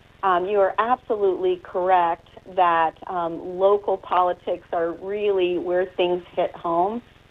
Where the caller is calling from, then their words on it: Indiana, United States; I'm calling from Indiana.